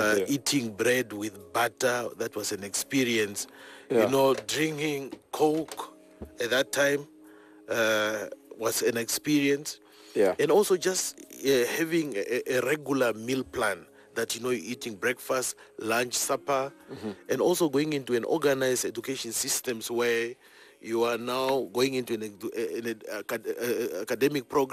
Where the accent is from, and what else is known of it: Angola; also born or lived in East Germany